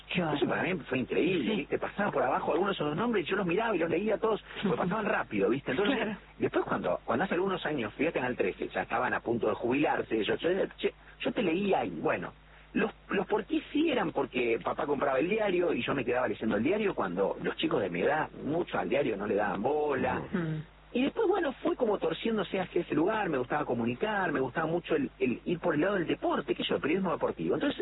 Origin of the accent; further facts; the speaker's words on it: Córdoba, Argentina; born there; En la ciudad de Córdoba.